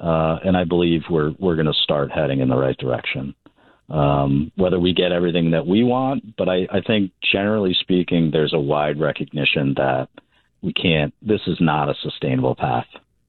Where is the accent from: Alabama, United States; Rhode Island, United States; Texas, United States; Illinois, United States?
Rhode Island, United States; Narragansett; I'm from Narragansett. When I went to high school, you know, it was 126 kids.